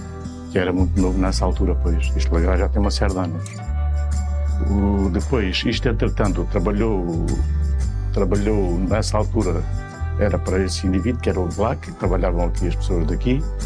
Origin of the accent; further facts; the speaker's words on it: Ervidel, Beja, Portugal; sou natural de Ervidel, sempre tenho vivido em Ervidel e tenho 69 anos.